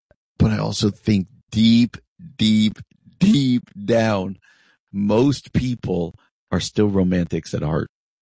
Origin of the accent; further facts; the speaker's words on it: New Jersey, United States; moved away; in New Jersey, in my home state, my original home state, not where I am now, but where I grew up.